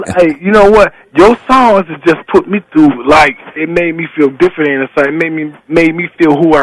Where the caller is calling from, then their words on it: Flint, Michigan, United States; I'm calling from Flint, Michigan, man.